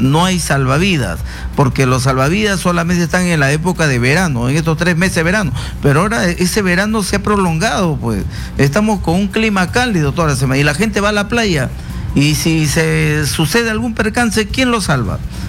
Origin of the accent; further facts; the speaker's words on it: Peru; nuestro litoral peruano